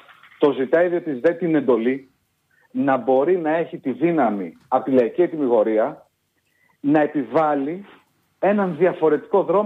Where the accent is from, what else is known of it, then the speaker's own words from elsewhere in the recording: Greece; συλλογικά προφανώς ως Έλληνες και ως Ελλάδα.